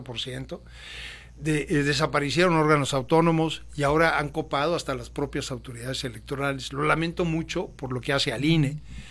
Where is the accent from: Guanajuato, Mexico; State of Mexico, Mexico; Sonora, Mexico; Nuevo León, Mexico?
Sonora, Mexico; moved away; Adoro mi tierra y la he seguido